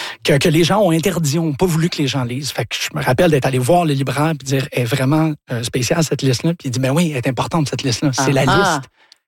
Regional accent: Montreal, Quebec, Canada; quand j'étais jeune, ici à Montréal

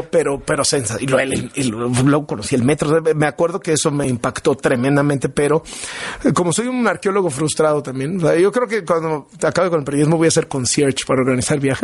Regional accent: Mérida, Yucatán, Mexico; born there; a mi tierra, Mérida.

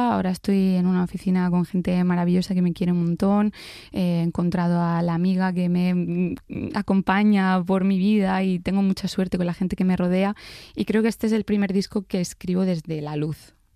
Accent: Granada, Andalusia, Spain; moved away; Porque yo cuando estoy allí me encierro en mi ciudad y me cuesta mucho irme, ¿no? De uh-huh. hecho, yo me fui de Granada por una ruptura amorosa

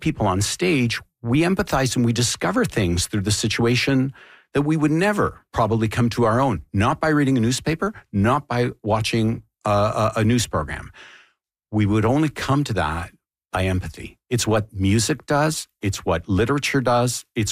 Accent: Canada

